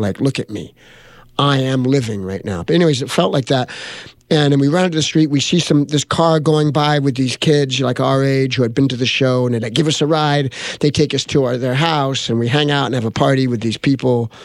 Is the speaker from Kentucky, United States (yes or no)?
no; Hollywood, California, United States; But we grew up in Hollywood. We ran around on the streets in Hollywood.